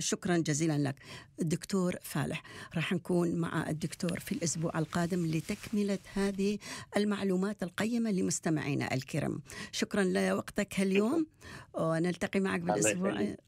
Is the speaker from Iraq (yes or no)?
yes; Mosul, Nineveh, Iraq; accent: Maslawi; مثلنا احنا بالقاف المصلاويين